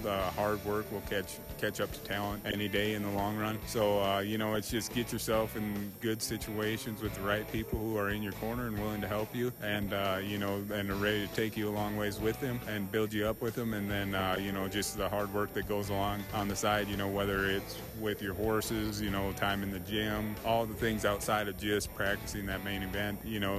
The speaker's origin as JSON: {"language": "English", "region": "Minnesota", "country": "United States", "tie": "born or raised there", "moved": "as an adult", "said": "growing up in Minnesota"}